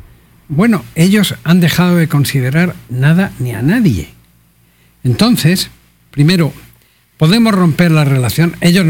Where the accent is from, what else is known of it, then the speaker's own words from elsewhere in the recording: Mexico; como mexicano de a pie